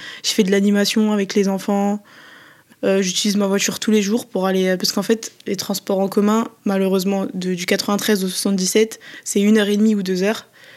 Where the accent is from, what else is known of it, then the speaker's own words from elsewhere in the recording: Sevran, Île-de-France, France; je viens de Sevran, et malgré ça, on se retrouve quand même, nous, banlieusards